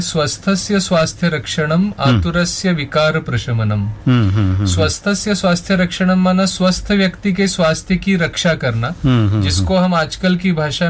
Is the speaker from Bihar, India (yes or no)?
no; Mumbai, Maharashtra, India; now in Ratlam, India; basically मैं मुंबई से हूँ लेकिन वर्तमान समय में मैं रतलाम में आयुर्वेद महाविद्यालय है